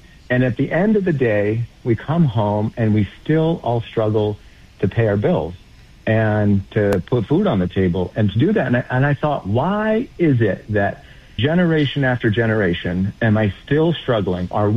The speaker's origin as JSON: {"language": "English", "country": "Australia", "second_language": "English", "moved": "yes", "said": "And I came from Australia. And one of the first things I needed to do was to try to learn English."}